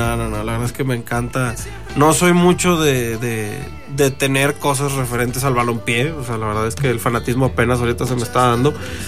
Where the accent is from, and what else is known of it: Mexico